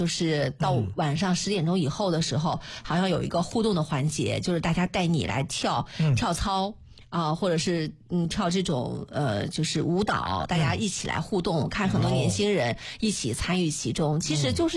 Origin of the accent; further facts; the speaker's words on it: China; 我们中国人可能都比较含蓄啊